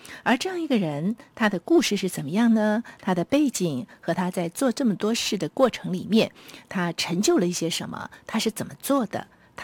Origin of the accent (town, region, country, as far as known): China